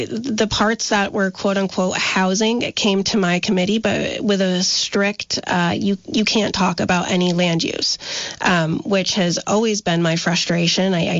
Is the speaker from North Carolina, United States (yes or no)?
no; Charlotte, Vermont, United States; So I grew up in Charlotte, but my family all comes from Addison County, farmers, dairy farmers. For those of my family who do not come from Vermont, they come over the border from Granby, Canada.